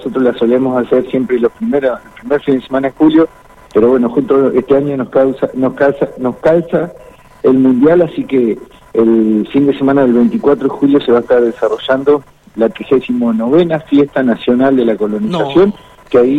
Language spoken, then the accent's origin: Spanish; Argentina; nos hace fuerte como argentinos